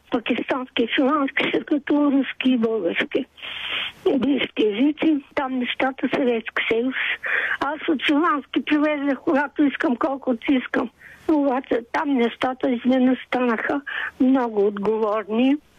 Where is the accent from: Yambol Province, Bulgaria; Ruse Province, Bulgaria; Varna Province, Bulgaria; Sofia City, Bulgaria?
Ruse Province, Bulgaria; Ruse; Абе аз съм от Руса, имам висше образование.